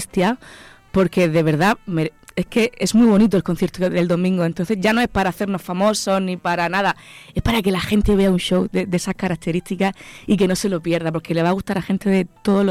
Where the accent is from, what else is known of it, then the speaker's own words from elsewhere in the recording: Murcia, Region of Murcia, Spain; soy de Murcia